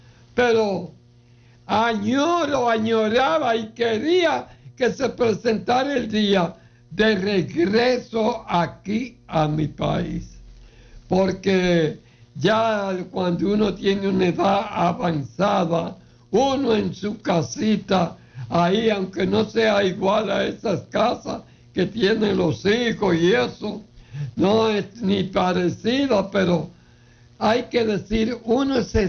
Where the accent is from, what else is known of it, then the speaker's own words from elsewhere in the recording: Dominican Republic; born there; yo amo mi país, la República Dominicana, donde yo nací.